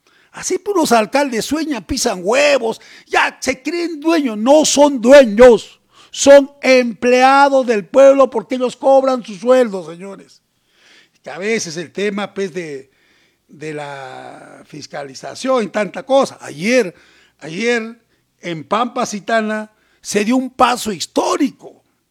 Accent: Tacna, Peru

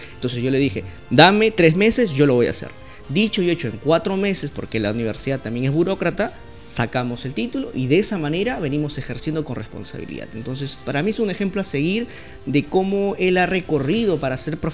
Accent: Satipo, Junín, Peru; also born or lived in Mazamari; Yo soy de Satipo.

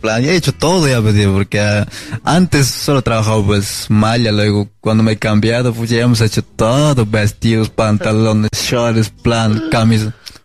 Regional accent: Cusco, Peru; Sí, soy de Perú.

